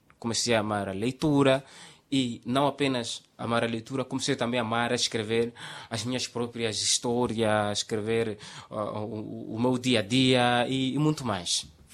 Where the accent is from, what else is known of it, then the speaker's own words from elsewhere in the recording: Pebane, Zambezia, Mozambique; also born or lived in Bajone, Zambezia; Entretanto, saí de lá muito cedo e muito pequeno. Fui crescer no distrito de Pebani, onde praticamente desde os meus 11 anos vivo. E estudei lá praticamente toda a minha vida.